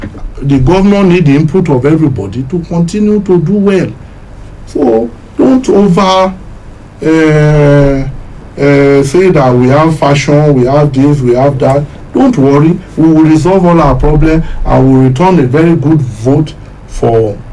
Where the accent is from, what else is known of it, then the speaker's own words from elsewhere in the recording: Ondo, Nigeria; first language Yoruba (Akure dialect); English is a second language; I will use my mother tongue to speak. I cannot be speaking English. In fact, I would prefer to speak Akure.